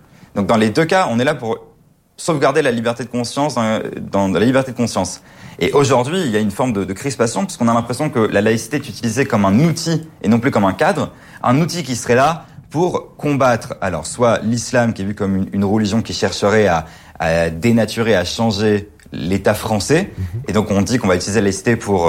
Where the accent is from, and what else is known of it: France